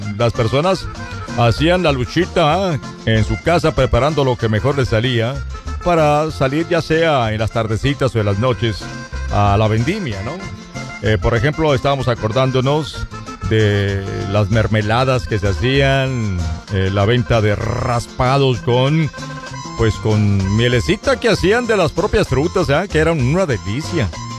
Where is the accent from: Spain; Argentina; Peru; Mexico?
Mexico; Nayarit; en mi tierra incluso se le conoce como istete y todavía lo venden en la capital, en Tepic.